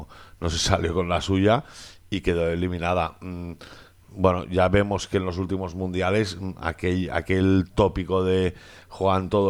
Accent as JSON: {"language": "Spanish", "region": "Catalonia", "country": "Spain", "said": "Y esto no puede pasar, y menos siendo catalanes"}